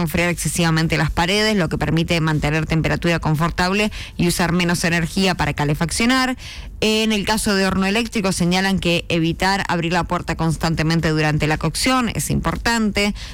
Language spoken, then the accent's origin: Spanish; Argentina; nosotros somos argentinos